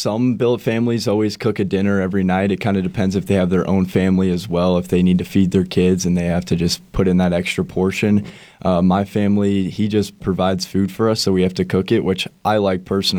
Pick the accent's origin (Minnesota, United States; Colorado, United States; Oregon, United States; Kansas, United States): Kansas, United States; Kansas City; moved away; I'm from Kansas City, Kansas, which really isn't a hockey town